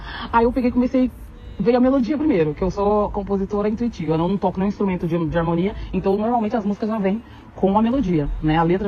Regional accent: Portugal; Mas eu acho que como eu cresci na roda de samba em Portugal ali, eu tive muita dificuldade em lidar com essa questão mesmo racial e tem mais, né? A questão de ser imigrante, né?

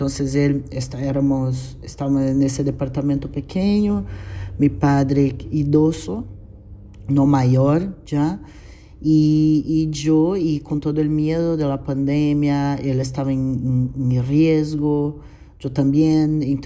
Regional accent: Brazil; Spanish is a second language; director de la película, soy de Brasil.

